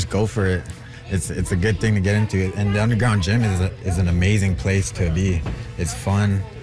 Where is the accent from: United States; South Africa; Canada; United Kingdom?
Canada; Pic Mobert First Nation, Ontario; now in Thunder Bay, Canada; I'm 19 from Pikmilbert First Nation, but I live in Thunder Bay now.